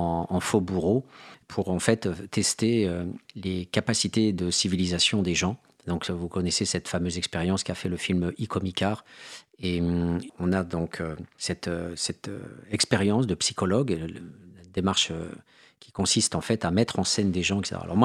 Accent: Mende, Occitanie, France; born there; Il voit que je suis né à Mende

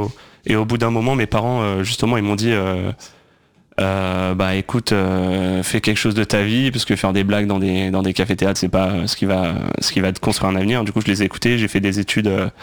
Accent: Hauts-de-France, France; moved away as an adult; also born or lived in Paris / New York; moi je suis de Picardie à la base.

